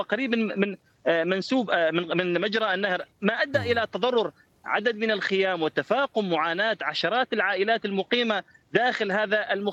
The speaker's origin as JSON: {"language": "Arabic", "town": "Deir ez-Zor", "region": "Deir ez-Zor Governorate", "country": "Syria", "said": "عندنا في دير الزور"}